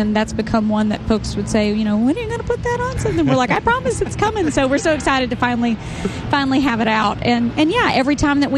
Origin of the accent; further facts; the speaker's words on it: Tennessee, United States; I mean, I grew up in Tennessee.